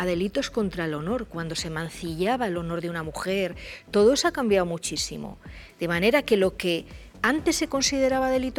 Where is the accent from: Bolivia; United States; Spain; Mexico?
Spain; Al fin y al cabo, somos españoles todos